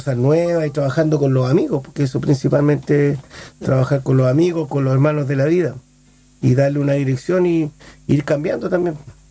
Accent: Santiago, Santiago Metropolitan Region, Chile; now in Santiago Centro, Chile; Yo soy de Santiago Centro en la actualidad, hace ya 18 años, pero mis orígenes están en Pudahuel, en Lo Prado.

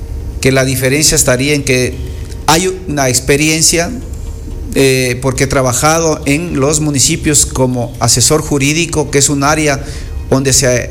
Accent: Zamora, Zamora-Chinchipe, Ecuador; soy zamorano, quiero a mi cantón, quiero que Zamora avance hacia el desarrollo

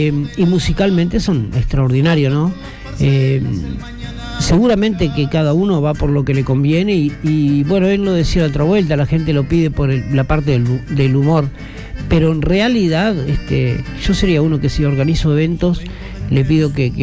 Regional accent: Tacuarembó, Uruguay

